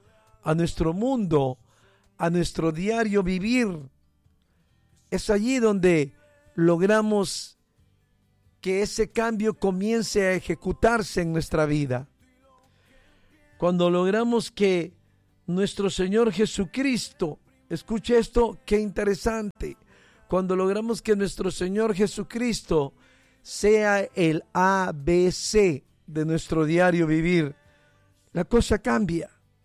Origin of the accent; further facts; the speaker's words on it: Honduras; muchos hondureños nos escribíamos